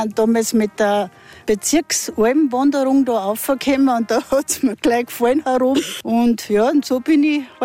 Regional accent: Hüttschlag, Salzburg, Austria; born there; also born or lived in Wagrain; now in Pfarrwerfen, Austria; Ich bin eine gebürtige Hütschlagerin und nach Wagrein gezogen, ja. Und nach Pfarrwerfen geheiratet

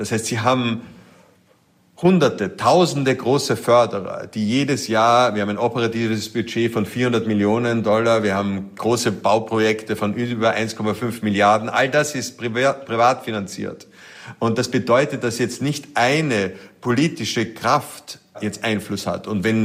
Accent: Vienna, Austria; now in New York, United States; ich bin in Wien aufgewachsen.

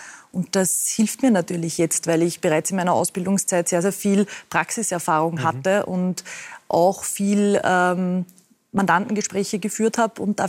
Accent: Ried im Innkreis, Upper Austria, Austria; now in Vienna, Austria; ich bin ja in Ried im Innkreis aufgewachsen

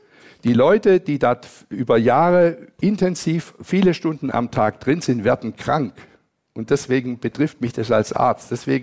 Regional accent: Berlin, Germany; und ich komme aus Berlin, ich arbeite dort

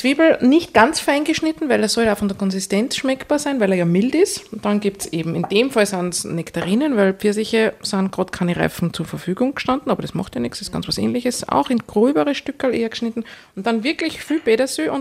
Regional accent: Upper Austria, Austria; Also ich komme aus dem Traunviertel, also sehr nahe am Mostviertel, genau.

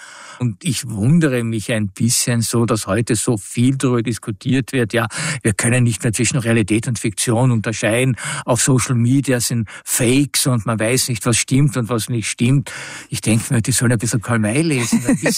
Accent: Villach, Carinthia, Austria; moved away as an adult; Und wie ich dann nach der Matura sofort weg bin aus Villach, ist mir viel abgegangen. Natürlich das Elternhaus, natürlich, Sie haben schon angedeutet, die Landschaft, die Seen

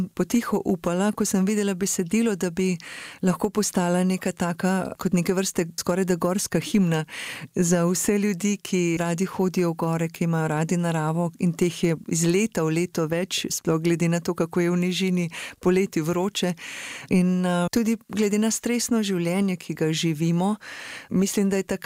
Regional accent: Lesce, Upper Carniola, Slovenia; jaz sem doma iz Lesc na Gorenjskem, kjer kraljuje nad vasjo stol in tudi cele karavanke zelo zaznamujejo te kraje in za mene je ta pogled bil vedno pogled na dom.

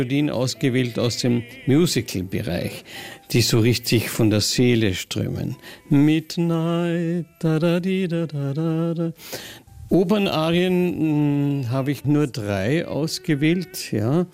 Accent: St. Veit an der Glan, Carinthia, Austria; der jetzige Burgherr, der Alfred Riedl, ist mit mir aufgewachsen in St. Veit an der Glan.

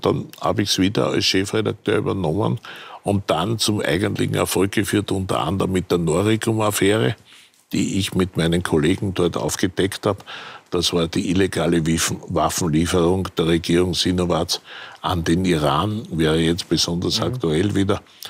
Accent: Salzburg, Austria; also born or lived in Vienna; Ich war ja Salzburger

